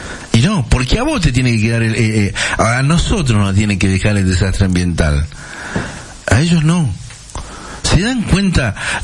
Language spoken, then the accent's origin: Spanish; Argentina; nosotros como argentinos